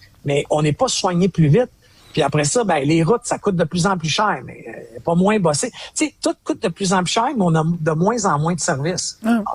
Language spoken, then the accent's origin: French; Quebec, Canada